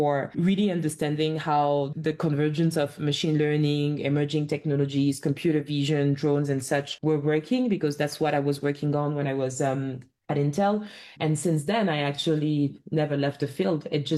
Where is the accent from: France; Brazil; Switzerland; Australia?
France; moved away as an adult; also born or lived in Barbados / Japan / United States / United Kingdom; I grew up in France. My origins are on the continent, but I used to live in Barbados in the Caribbean. I've studied in Japan. I've worked in the US, in the UK